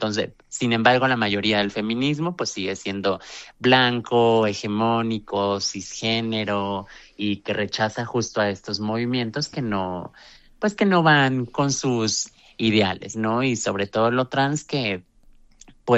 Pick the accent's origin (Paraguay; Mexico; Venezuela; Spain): Mexico; el gobierno que supuestamente de izquierda tenemos acá en México